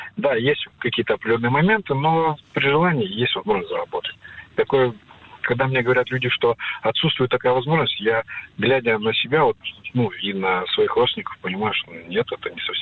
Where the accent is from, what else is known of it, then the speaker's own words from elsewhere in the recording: Khabarovsk, Khabarovsk Krai, Russia; я из Хабаровска. Я юрист, самозанятый.